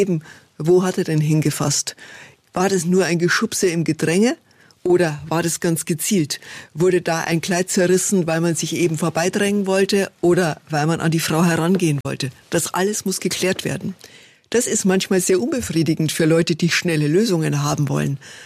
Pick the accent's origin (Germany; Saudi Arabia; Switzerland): Germany; Bavaria; moved away as an adult; Ich komme ja aus Niederbayern, aus einer Schreinerfamilie.